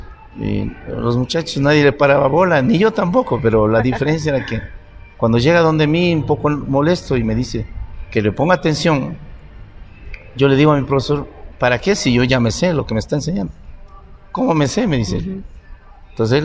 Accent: Ecuador; Bueno, sí, en realidad fue una gran aventura porque solo de mi pueblo a Ibarra eran como 3 horas. De Ibarra a Quito eran como 12 horas. De Quito a Guayaquil eran como un día y una noche.

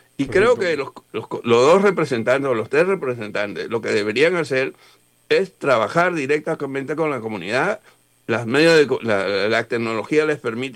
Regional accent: Peru; moved away

